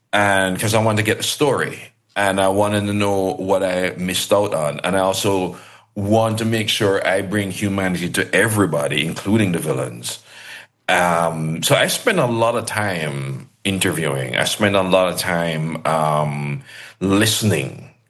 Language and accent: English; Jamaica; well, I'm a Jamaican. I don't need to check anything. I can simply write from memory.